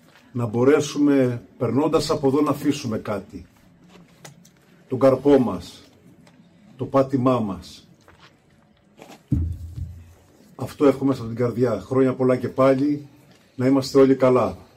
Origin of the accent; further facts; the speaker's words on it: Monemvasia, Peloponnese, Greece; Και εγώ είμαι από τη Μονεβασιά η καταγωγή μου. Εκεί γεννήθηκα και μεγάλωσα. Έχουμε στον τόπο μου κάτω ελιές 2.000 ετών, τεράστιες.